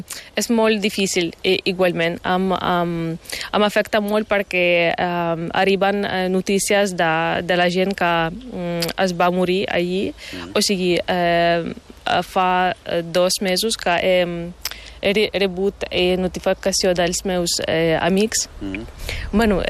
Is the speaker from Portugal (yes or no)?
no; Western Ukraine, Ukraine; now in Spain; De part de... no d'oest?